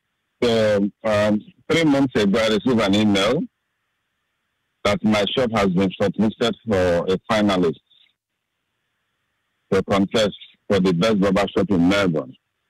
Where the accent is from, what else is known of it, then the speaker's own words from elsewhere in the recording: Nigeria; now in Footscray, Australia; I'm from Nigeria. I live in Footscray.